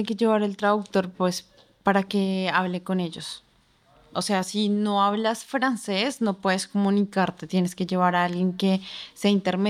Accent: Colombia; Soy de Colombia.

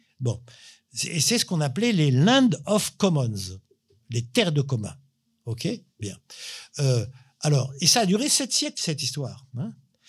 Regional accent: Rabat, Rabat-Salé-Kénitra, Morocco; moved away; Moi, je suis né au Maroc. À Rabat, bon, j'ai habité plusieurs quartiers, et à Rabat, on avait un quartier qui s'appelait Lagdal.

